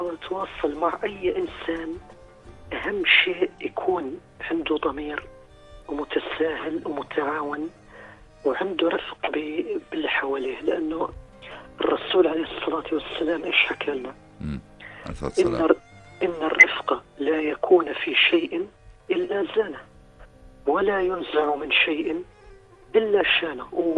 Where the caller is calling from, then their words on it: Jordan; أنا من الأردن